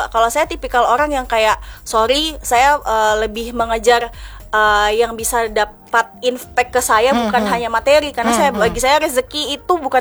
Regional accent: Baubau, Southeast Sulawesi, Indonesia; now in Kendari, Indonesia; saya bukan orang Sulawesi ya, Kak, tapi saya besarnya di Bau-Bau.

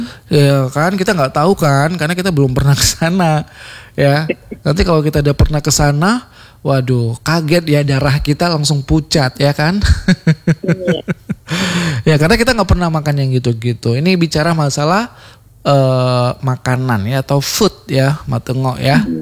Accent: Aceh, Indonesia; Kalau kita orang Aceh ya

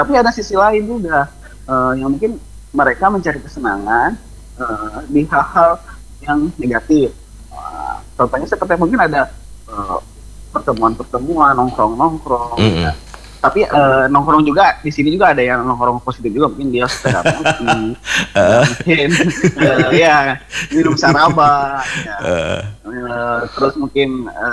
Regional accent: West Java, Indonesia; saya kan orang bukan asli Sangihe juga ya, saya dari Jawa Barat.

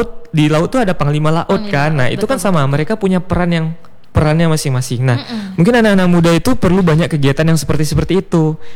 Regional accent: Aceh, Indonesia

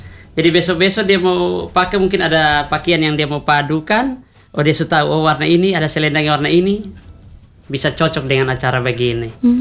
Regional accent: East Nusa Tenggara, Indonesia; Karena beta rasa ini orang harus tahu beta dari NTT.

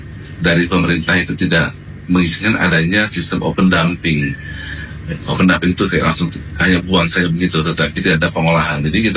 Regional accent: Nunukan, North Kalimantan, Indonesia; kita sebagai warga Kabupaten Nunukan

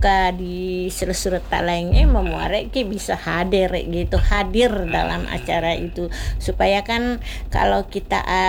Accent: South Sulawesi, Indonesia; now in Riau Islands, Indonesia; kita orang Sulawesi Selatan yang merantau

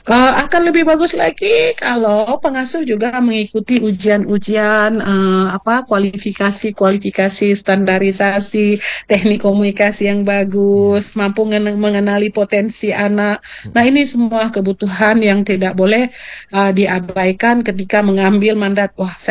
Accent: Aceh, Indonesia; kalau kita lihat dalam konsepsi kita sebagai orang Aceh ya khususnya ya

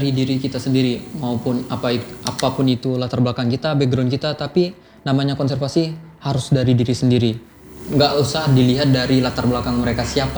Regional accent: Bangka Belitung Islands, Indonesia; born there

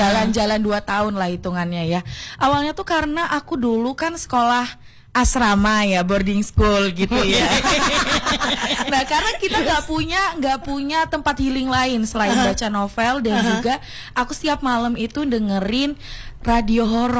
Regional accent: Lawang, East Java, Indonesia; rumahku kan di Lawang.

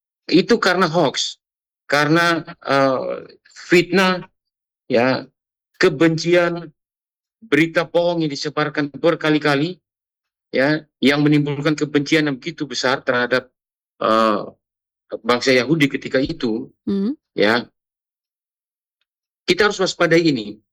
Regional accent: East Nusa Tenggara, Indonesia; rasa bangga kita sebagai orang NTT

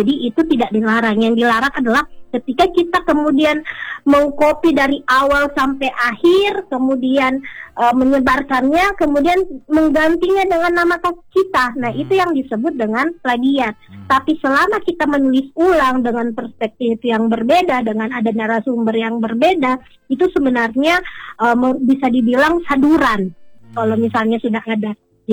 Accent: Buol, Central Sulawesi, Indonesia; saya sebagai warga Buol

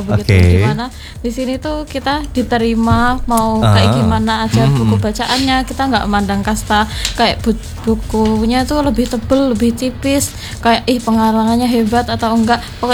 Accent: East Java, Indonesia; Aku asalnya dari Kebon Sari, Kabupaten Madiun.

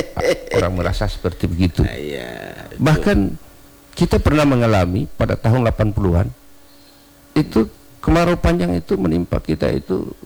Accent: North Maluku, Indonesia; moved away; Jadi saya kemarin ke sana, ke Halmahera, ke kampung saya.

